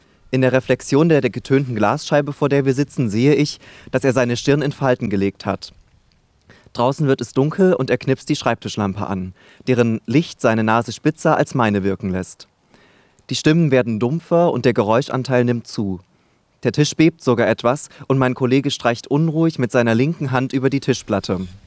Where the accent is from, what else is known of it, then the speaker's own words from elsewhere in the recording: Saxony, Germany; born there; moved away as an adult; now in Rostock, Germany; Ich bin in der Nähe von Leipzig geboren